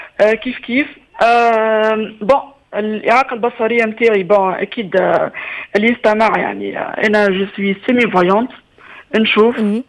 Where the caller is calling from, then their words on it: Tunis, Tunis Governorate, Tunisia; من تونس، عمري 34 سنة.